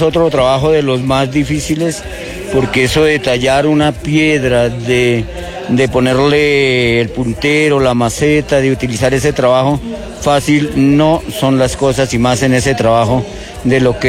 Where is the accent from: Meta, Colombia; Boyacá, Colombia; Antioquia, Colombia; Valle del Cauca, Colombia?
Boyacá, Colombia; Ciénega; oriundo de este hermoso municipio de Ciénega.